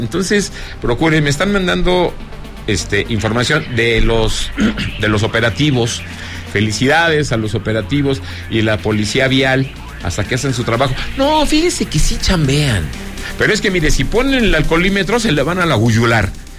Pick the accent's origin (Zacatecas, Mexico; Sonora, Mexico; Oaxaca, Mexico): Zacatecas, Mexico; aquí de mi tierra, Zacatecas